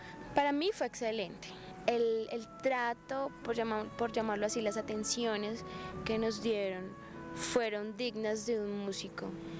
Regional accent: Ibagué, Tolima, Colombia; born there; yo nací en Ibagué, empecé mis estudios musicales allá, estudié en el Conservatorio del Tolima

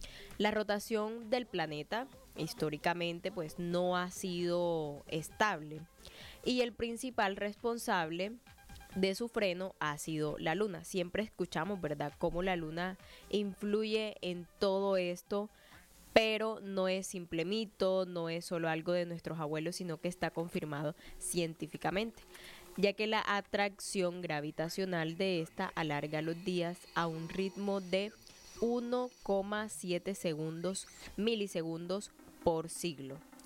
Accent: Bijao, Colombia; moved away; en mi pueblo descansando, en Bijao

